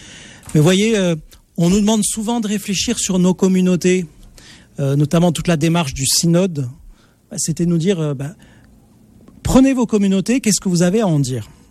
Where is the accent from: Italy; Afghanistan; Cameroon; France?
France; Marseille, Provence-Alpes-Côte d'Azur; Je suis de Marseille, alors c'est mes références. J'ai appris ça à l'école primaire.